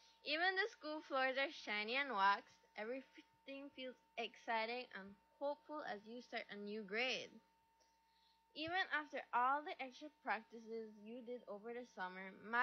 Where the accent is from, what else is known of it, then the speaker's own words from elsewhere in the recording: Curaçao; moved away; I'm from Curazao. And when, like, I talk Spanish with my friends, they tell me, your Spanish is weird.